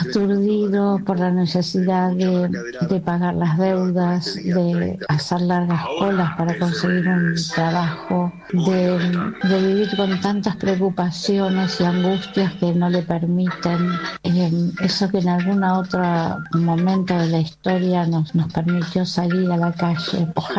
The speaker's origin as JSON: {"language": "Spanish", "town": "Quilmes", "region": "Buenos Aires Province", "country": "Argentina", "said": "de Quilmes, estoy escuchando los mensajes."}